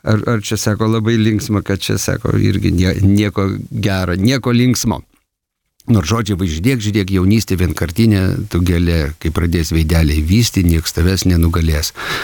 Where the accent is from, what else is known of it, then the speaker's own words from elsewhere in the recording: Aukštaitija, Lithuania; nes pats esu Aukštaitis iki kaulų smegenų